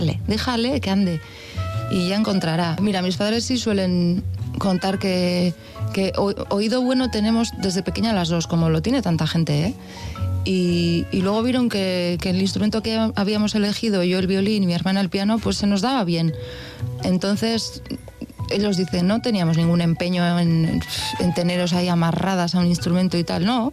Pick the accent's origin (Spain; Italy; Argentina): Spain; Oyalume, Basque Country; Y sí, yo he nacido en el entorno de la charanga. Soy de Oyalume, que es un barrio entre Astigarraga y Hernani, donde se ha hecho danza lecua.